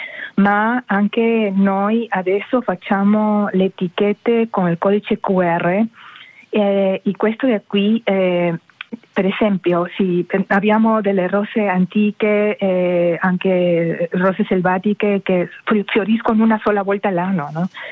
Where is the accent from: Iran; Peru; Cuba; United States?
Peru; Italian is a second language; moved away; Io sono peruviana.